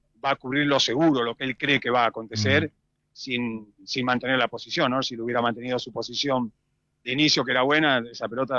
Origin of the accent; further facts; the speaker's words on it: Buenos Aires, Argentina; motorizó todos mis sueños que tenía de pibe en mi barrio en Floresta